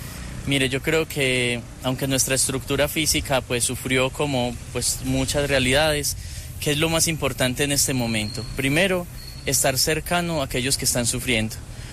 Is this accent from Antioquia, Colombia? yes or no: yes; Antioquia, Colombia; now in Pereira, Colombia; No, yo soy de Antioquia.